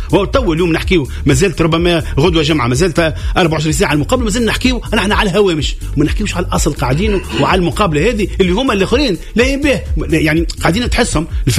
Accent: Tunisia; وإذا كان باش تتعامل معها أنت بالطريقة اللي خانشوف فيها نحن كجمهور تونسي

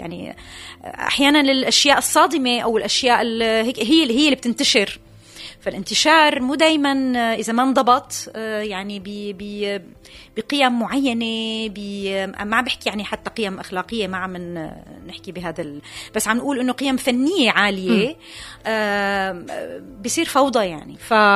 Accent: Syria; also born or lived in Paris, France

